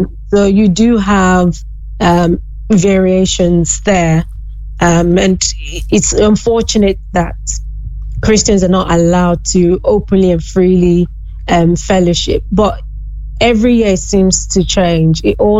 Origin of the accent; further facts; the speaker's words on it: Western Nigeria, Nigeria; I grew up in the western part of the country, which was relatively peaceful and safe. So where you've seen a lot of the persecution in Nigeria is in the northern part